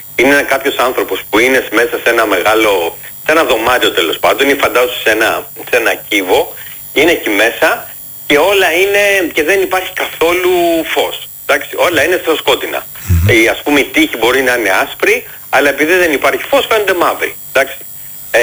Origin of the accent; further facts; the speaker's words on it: Nigeria; Greek is a second language; now in Ireland; Αλλά εγώ εντάξει, μένω στην Ιρλανδία, είμαι από την Αιγυρία, αλλά εγώ κατά πάθος είμαι Έλληνας.